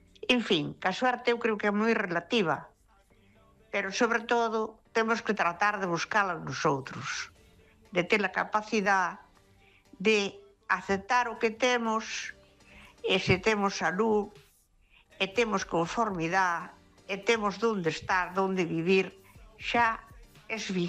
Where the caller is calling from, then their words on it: Ferrol, Galicia, Spain; Bueno, un abraciño.